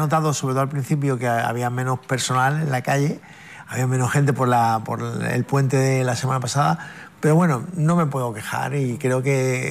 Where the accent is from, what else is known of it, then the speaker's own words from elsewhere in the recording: Ceuta, Spain; yo me preguntaba por qué